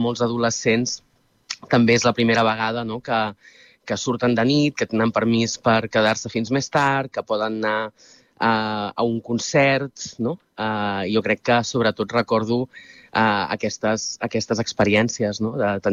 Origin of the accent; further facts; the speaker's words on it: Molins de Rei, Catalonia, Spain; el fet d'haver nascut i crescut a Molins per molts motius ha definit també qui sóc i què he acabat fent